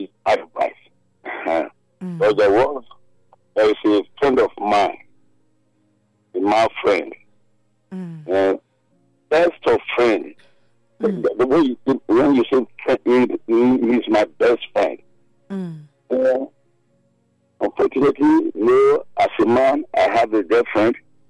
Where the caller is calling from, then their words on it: Benin City, Edo, Nigeria; I'm calling from Azagba, Benin City here.